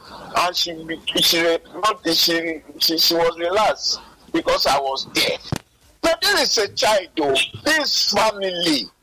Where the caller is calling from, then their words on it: Lagos, Nigeria; from Satellite Town.